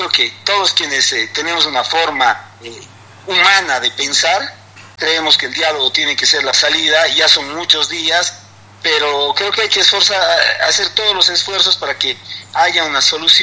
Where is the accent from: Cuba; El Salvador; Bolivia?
Bolivia; no podemos permitirnos como bolivianos